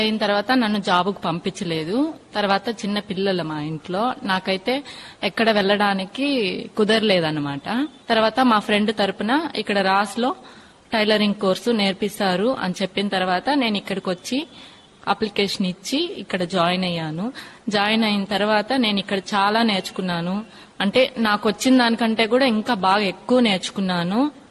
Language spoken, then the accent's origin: Telugu; Tirupati, Andhra Pradesh, India; నాది Tirupati auto Nagar Ambedkar colony.